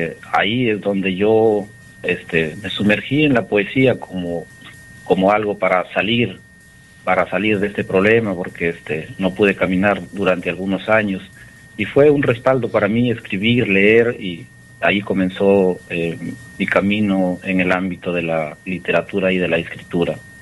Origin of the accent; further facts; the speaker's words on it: Usquil, La Libertad, Peru; now in Trujillo, Peru; Yo soy del distrito de Usquil, nací en Usquil, la provincia de Otuzco, departamento de la Libertad. Estudié también mi primaria y mi secundaria en el Colegio Teófilo Benítez Gil. Y terminando, pues, me vine a la ciudad de Trujillo, donde radico actualmente.